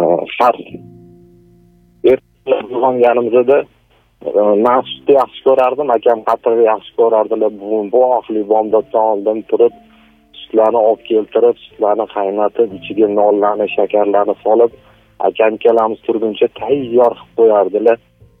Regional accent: Tashkent, Uzbekistan; Toshkentdan.

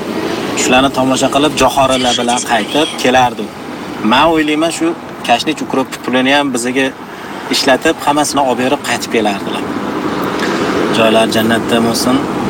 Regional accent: Tashkent, Uzbekistan; born there

